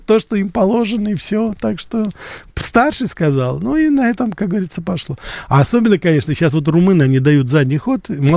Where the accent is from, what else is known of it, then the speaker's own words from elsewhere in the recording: Russia; когда я из России, потому что я родился и вырос все-таки здесь, я ездил к родственникам в Грузию и в Армению